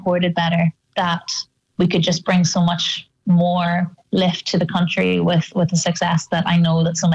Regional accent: Ireland; I think that as Irish people, we're fighters, we're really hard workers, and we have a lot of talent.

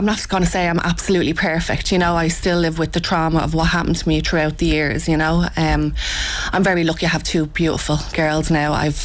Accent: Dublin, Leinster, Ireland; also born or lived in Drimnagh, Dublin; we grew up in Fatima from I was born up until the age of 12. Fatima was lovely, like, you know, at the time, like, lovely working strong families come from Fatima Mansions and had a normal childhood. I was the only child.

